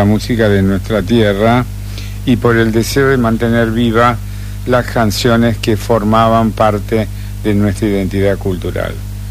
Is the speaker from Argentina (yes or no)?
yes; Tostado, Santa Fe, Argentina; Yo soy de Tostado, o sea que también soy